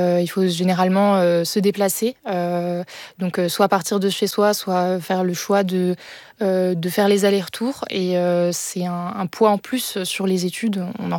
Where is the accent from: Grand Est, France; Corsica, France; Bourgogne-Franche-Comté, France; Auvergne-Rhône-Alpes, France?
Grand Est, France; moved away; moi, je viens d'Alsace